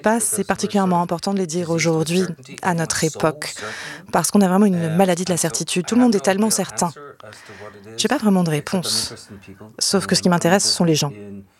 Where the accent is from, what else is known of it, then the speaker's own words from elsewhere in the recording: Ireland; Mais moi, j'ai grandi en Irlande.